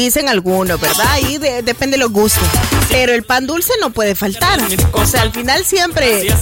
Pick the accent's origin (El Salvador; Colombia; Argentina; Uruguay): El Salvador; qué contradictorios somos los salvadoreños